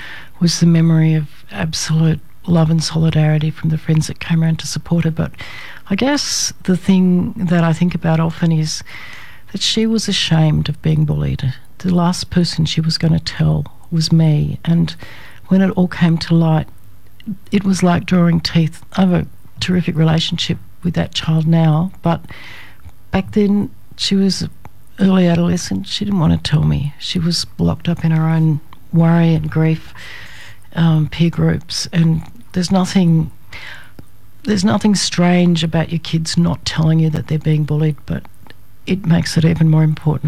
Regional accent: Sydney, New South Wales, Australia; now in regional Australia; I've just come back from a trip to Sydney and, wow, every time I go there, I'm from Sydney, Sydney's my hometown, I love it, I love the harbour, I love the people, you know, I'm a First Fleeter

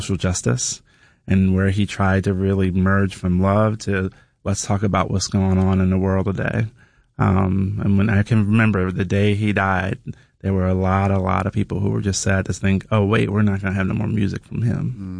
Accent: Philadelphia, Pennsylvania, United States; And for me growing up in Philly, that was what it was like in Philly.

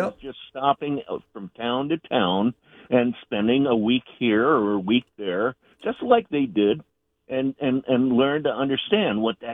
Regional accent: New Jersey, United States; I was raised in New Jersey, so yeah.

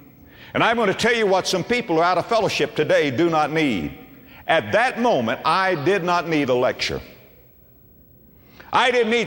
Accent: Florida, United States; born or raised there

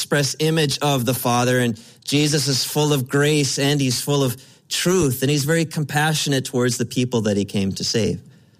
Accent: West St. Paul, Minnesota, United States; I grew up in the West St. Paul, Mendota Heights area.

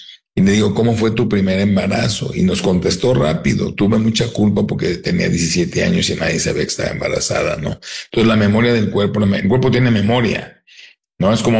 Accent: Tijuana, Baja California, Mexico; also born or lived in San Diego; Tijuana, San Diego, siempre viví de chico, ¿no?

